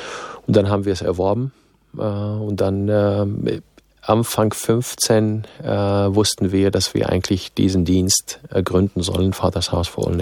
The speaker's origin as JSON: {"language": "German", "country": "Syria", "tie": "born or raised there", "second_language": "German", "moved": "yes", "lives_now": "Germany", "said": "ich bin in Syrien geboren, aufgewachsen, ich habe armenische Vorfahren, also ich habe den Zugang zur arabischen Welt, zur islamischen Welt, zur armenischen Welt, bin nach Deutschland gekommen."}